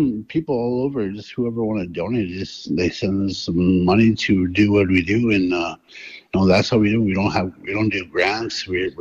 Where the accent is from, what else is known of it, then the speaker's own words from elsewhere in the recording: Saskatchewan, Canada; I come from Red Pheasant Cree Nation.